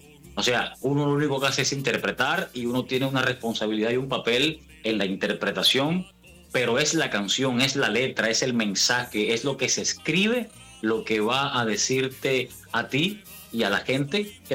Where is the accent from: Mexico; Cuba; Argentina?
Cuba; Cuando estoy vestido así … el cubano